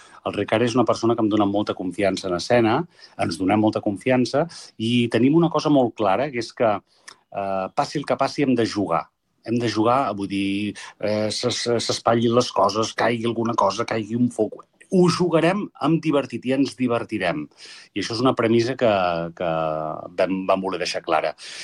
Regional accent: El Prat de Llobregat, Catalonia, Spain

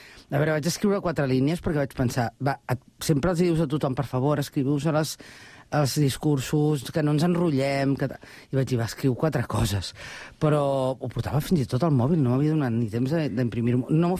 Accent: Barcelona, Catalonia, Spain; moved away as an adult; now in Sant Cugat del Vallès, Spain; em sento molt santcugatenca després de més de 20 anys visquent aquí, però jo sóc nascuda a Barcelona

